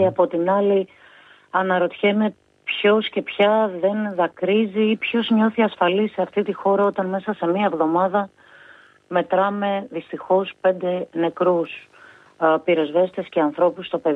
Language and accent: Greek; Eastern Macedonia and Thrace, Greece; Και θα μου επιτρέψετε και μία αναφορά στον τόπο μου. Η μεγαλύτερη πυρκαγιά την καταγράψαμε πριν δύο χρόνια στον Εύρο.